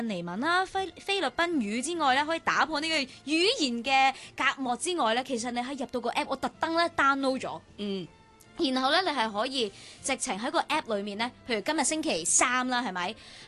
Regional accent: Hong Kong

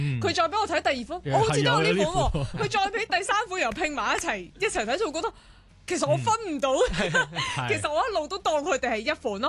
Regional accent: Hong Kong; 我作为一个香港人

